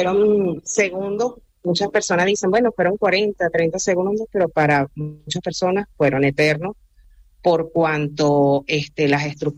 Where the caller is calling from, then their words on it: San Felipe, Yaracuy, Venezuela; Yo me ubico en el estado Yaracuy, en la capital de San Felipe.